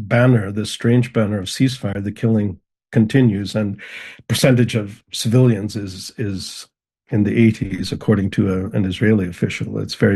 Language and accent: English; Canada; born there; moved away; I'm a Canadian by birth